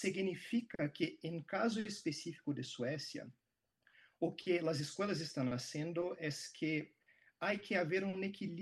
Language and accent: Spanish; Brazil; Spanish is a second language; yo soy de Brasil